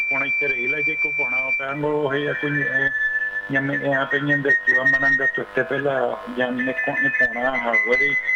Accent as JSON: {"language": "Spanish", "town": "San Estanislao", "region": "San Pedro", "country": "Paraguay", "tie": "born or raised there", "also_born_or_lived": "Asunción", "moved": "yes", "lives_now": "San Lorenzo, Paraguay", "said": "yo soy de oriundo de la ciudad de San Estanislao."}